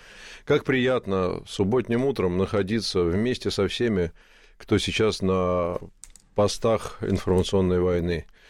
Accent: Russia; Еще раз вам повторяю, я гражданин России, это моя страна, я поддерживаю свою страну.

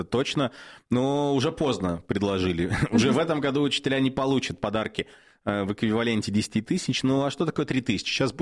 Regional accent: Udmurtia, Russia; moved away; Но я в школе учился в Удмуртии. У нас в классе было татары, было много татар, русские были. Ну, я белорус был.

